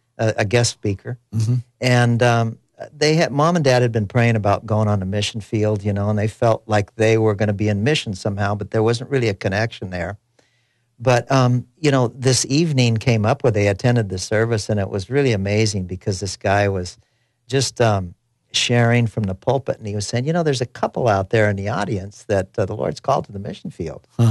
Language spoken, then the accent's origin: English; Seattle, Washington, United States; You know, we're originally from Seattle, Washington, and I was born in Seattle, and my parents, you know, were just a regular American family up there in the Pacific Northwest.